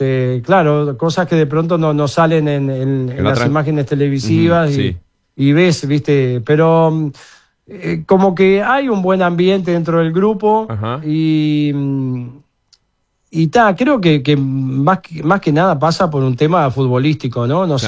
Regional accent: Uruguay

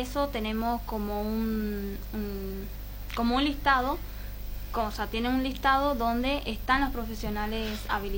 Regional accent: Oberá, Misiones, Argentina; yo soy de acá de Oberá.

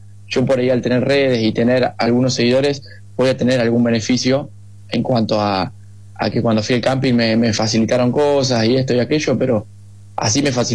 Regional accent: Formosa, Argentina; De chico tuve la posibilidad de poder correr en karting, muy de chiquito en Formosa.

